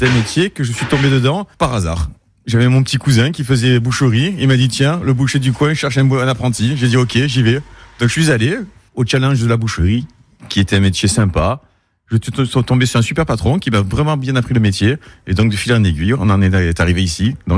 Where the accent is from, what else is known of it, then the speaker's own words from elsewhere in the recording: Évenos, Provence-Alpes-Côte d'Azur, France; also born or lived in Ollioules; now in Le Beausset, France; moi, à la base, je suis d'Olioule, élevé à Olioule, on va dire, entre parenthèses. Puis j'ai grandi à Saint-Anne-et-Menos